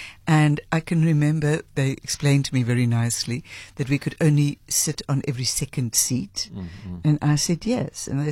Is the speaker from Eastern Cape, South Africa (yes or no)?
yes; East London, Eastern Cape, South Africa; Yeah, I was a housewife from East London that has decided I'm opening up a company.